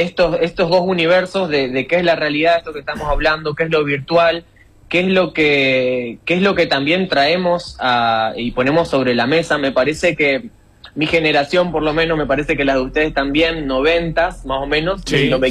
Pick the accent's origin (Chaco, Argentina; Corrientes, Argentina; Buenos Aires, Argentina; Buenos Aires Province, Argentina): Corrientes, Argentina; moved away as an adult; now in Santa Fe, Argentina; más de 7, 8 años capaz, desde que me mudé a Santa Fe. Yo soy de Corrientes Capital, me mudé a estudiar música acá